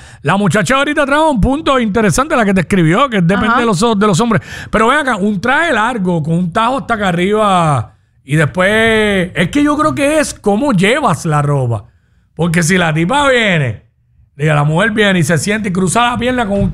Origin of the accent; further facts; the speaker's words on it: Cabo Rojo, Puerto Rico; si es en Cabo Rojo, le voy a dar like, no importa quién esté, porque ese es mi pueblo.